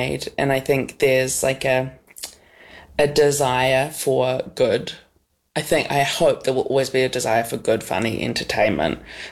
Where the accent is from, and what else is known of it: New Zealand